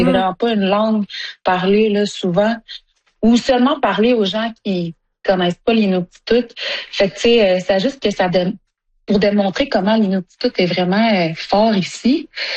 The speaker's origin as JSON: {"language": "French", "town": "Sept-Îles", "region": "Quebec", "country": "Canada", "tie": "born or raised there", "moved": "as an adult", "said": "Ben moi j'ai grandi à Sept-Îles parce que j'étais avec mon père. Puis ma mère, elle a vécu de Iqaluit. Puis j'ai déménagé là quand j'avais 19 ans."}